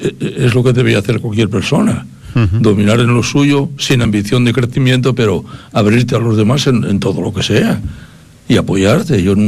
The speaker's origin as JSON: {"language": "Spanish", "town": "La Felguera", "region": "Asturias", "country": "Spain", "tie": "born or raised there", "said": "yo nací en la Felguera, en Villar"}